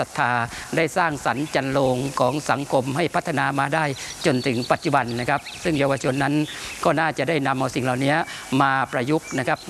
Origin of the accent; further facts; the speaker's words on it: Phatthalung, Thailand; ภาคภูมิใจที่เราเกิดมาเป็นชาวจังหวัดพัทลุงนะครับ